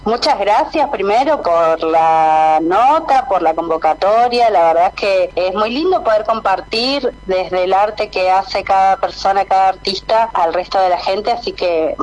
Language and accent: Spanish; Plottier, Neuquén, Argentina; yo primero y principal soy de Plotier, soy neuquina, nací en Plotier y me crié en Plotier